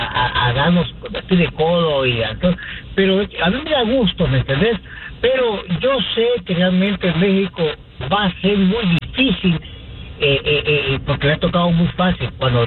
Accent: Guatemala; Yo soy guatemalteco y mis hijos son mexicanos, guatemaltecos y estadounidenses.

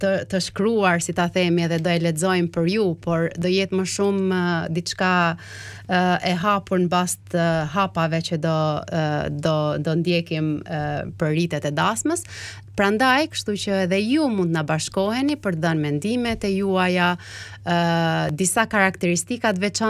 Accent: Has, Kukës County, Albania; Unë jam nga Veriu i Shqipëris, nga Hasi.

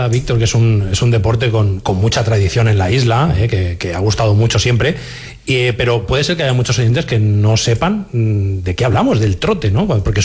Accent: Sant Jordi de ses Salines, Balearic Islands, Spain; tenemos el hipódromo de San Jordi, que además nosotros somos de San Jordi, de la zona

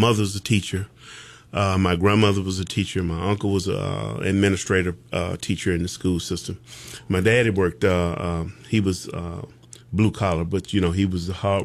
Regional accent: Birmingham, Alabama, United States; growing up in Birmingham. In the Titusville community.

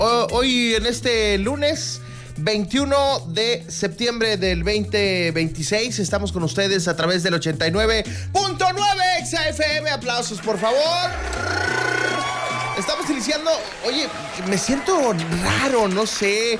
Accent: Puerto Vallarta, Jalisco, Mexico; soy originario de Puerto Vallarta, Jalisco.

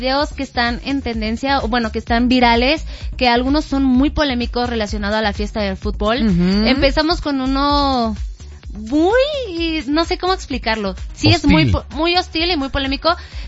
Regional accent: Mexico

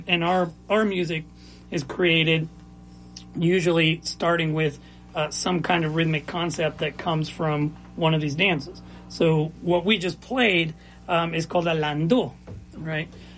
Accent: Mount Vernon, Ohio, United States; also born or lived in Lima, Peru / Gambier, Ohio; I grew up in Mount Vernon

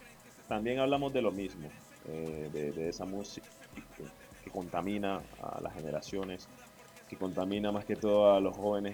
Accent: Tumaco, Nariño, Colombia; yo soy de Tumaco, Nariño, eso sur de Colombia.

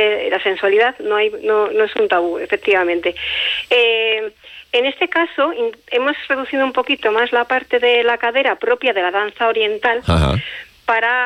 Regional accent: Logroño, La Rioja, Spain; somos logroñesas, somos riojanas

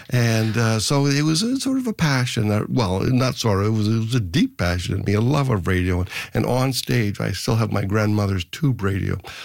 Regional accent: Ontario, Canada; also born or lived in Kingston, Canada; And so anyway, so I was born in Kingston, Ontario, but as we moved around, my father worked for a large company called DuPont, and as he sort of worked his way up the ranks, we eventually got moved to the Toronto area

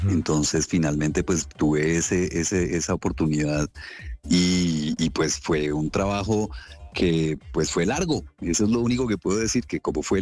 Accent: Manizales, Caldas, Colombia; mi infancia en Manizales. Yo me crié en Manizales en los 80s

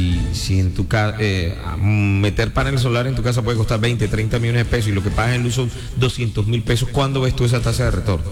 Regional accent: Galapa, Atlántico, Colombia; el municipio de Galapa en Atlántico, que es mi tierra

